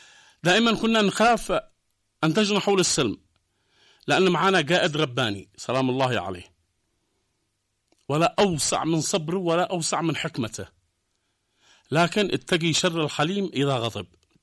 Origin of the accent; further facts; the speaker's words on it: Yemen; احنا كشعب يمني